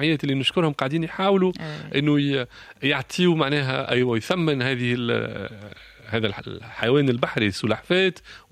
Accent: Tunisia; الحمد لله اللي عندنا في تونس وفي السواحل التونسية ما هيش السامة

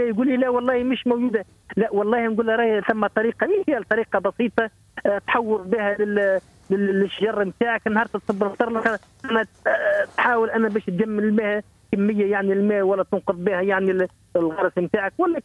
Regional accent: Menzel El Habib, Gabès Governorate, Tunisia; هو شرف ليا اني نكون تونسي، وشرف ليا اني نكون ولدي السقي

